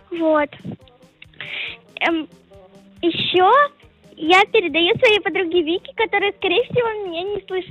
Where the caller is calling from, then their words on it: Odintsovo, Moscow Oblast, Russia; Я из Одинцова.